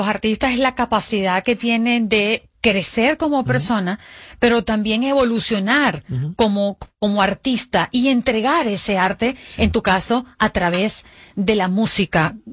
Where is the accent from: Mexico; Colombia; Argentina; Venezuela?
Venezuela; Gracias, Andrés, por tu pueblo y porque sé muy de cerca, soy venezolana.